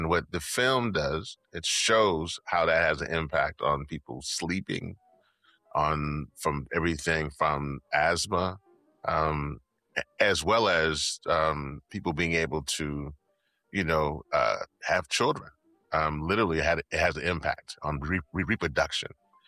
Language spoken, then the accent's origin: English; Louisiana, United States; Particularly, I mentioned before, I'm from Louisiana.